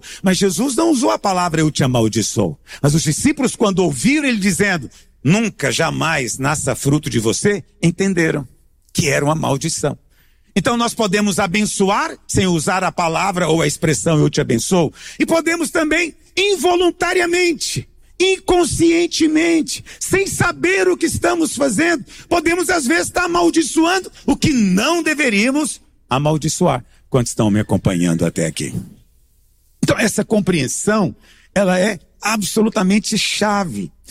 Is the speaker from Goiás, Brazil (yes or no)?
yes; Goiás, Brazil; E provavelmente não dizemos eu amaldiçoo, até porque nós somos goianos, a gente nunca usa essa palavra.